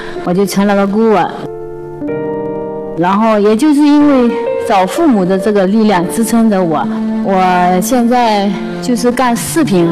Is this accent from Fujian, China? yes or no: yes; Fujian, China; 我从福建来，我今天是来找我的亲生父母。